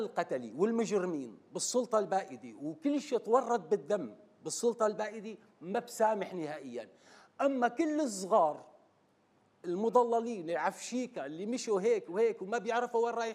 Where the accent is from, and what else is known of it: Syria